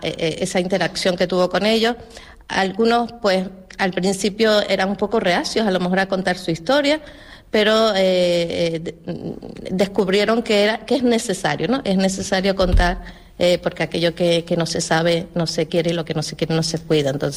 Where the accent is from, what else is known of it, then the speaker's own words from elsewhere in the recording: Canary Islands, Spain; canarios y las canarias somos gente querida, igual por eso, ¿no? Porque somos muy acogedores. O por nuestra forma de hablar, por lo que sea, pero en Madrid concretamente nos quieren.